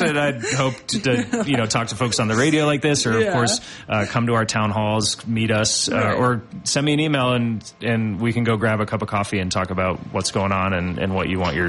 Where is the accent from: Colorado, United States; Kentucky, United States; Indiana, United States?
Colorado, United States; Steamboat Springs; now in Frisco, United States; But I grew up here. I grew up in Steamboat and have lived on the western slope or in western Colorado almost my entire life. I love it out here, raising my family here.